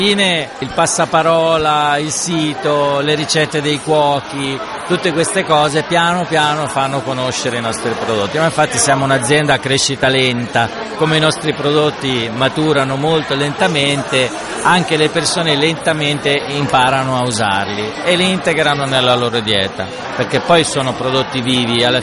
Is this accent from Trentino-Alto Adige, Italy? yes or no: yes; Trentino-Alto Adige, Italy; moved away as an adult; also born or lived in Rome; now in Tuscia, Lazio, Italy; sono nato in Alto Adige e ci ho vissuto fino ai 18-19 anni e poi sono andato a studiare fuori e quasi non sono più tornato. Ho fatto ancora un piccolo periodo lì, ma sono ormai più di 25 anni che sono nel Lazio